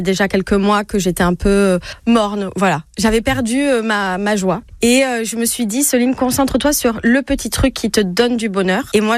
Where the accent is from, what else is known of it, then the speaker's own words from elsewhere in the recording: Toulouse, Occitanie, France; now in Bordeaux, France; J'ai grandi à Toulouse, mais ça fait 12 ans que je suis bordelaise et ma famille vient de Charente-Maritime